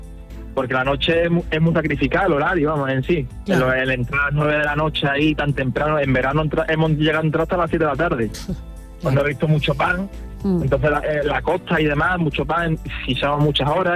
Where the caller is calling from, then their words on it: San Juan del Puerto, Andalusia, Spain; Estoy en San Juan del Puerto ahora mismo, trabajando.